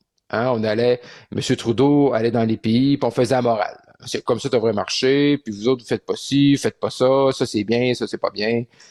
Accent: Lac-Saint-Jean, Quebec, Canada; député du Bloc québécois dans la circonscription de Lac-Saint-Jean, dans mon coin de pays.

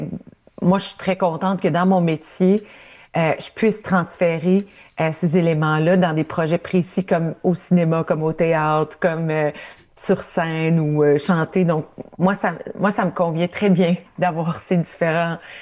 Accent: Ontario, Canada; je viens de l'Ontario, de l'Ontario francophone

